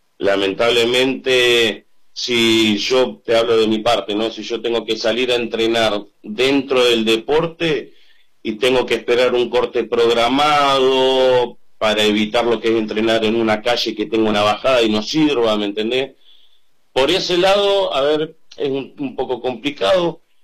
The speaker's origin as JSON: {"language": "Spanish", "region": "Neuquén", "country": "Argentina", "said": "te digo, de acá de Neuquén Capital, soy el único en esta disciplina. Te repito, con Santiago González, somos los dos de Neuquén que siempre generalmente salimos a representar."}